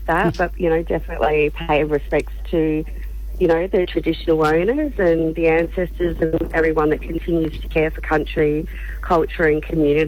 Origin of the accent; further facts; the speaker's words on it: South Australia, Australia; born there; my home country in South Australia